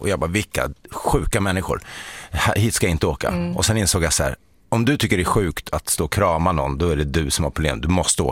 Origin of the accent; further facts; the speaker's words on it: Sweden; also born or lived in Botkyrka, Stockholm County; vi är gamla svenskar sådär.